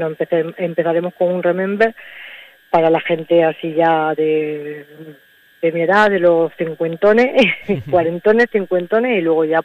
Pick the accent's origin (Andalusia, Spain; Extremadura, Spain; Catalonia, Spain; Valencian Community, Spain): Extremadura, Spain; Brozas; yo soy natural de allí, yo nací en Brozas